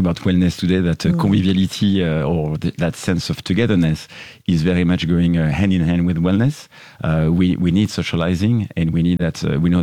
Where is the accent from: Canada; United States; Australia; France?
France; accent: French; English is a second language; as you gathered from my accent already, I'm French, so I have a particular touch for champagne.